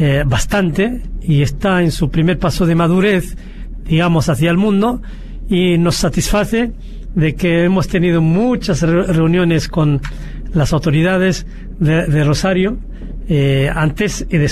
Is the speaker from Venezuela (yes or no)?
no; Morocco